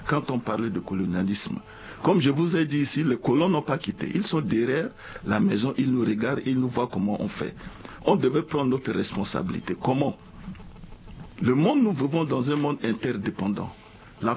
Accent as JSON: {"language": "French", "country": "Central African Republic", "said": "Mais nous, les Centrafricains, on a une faiblesse de division."}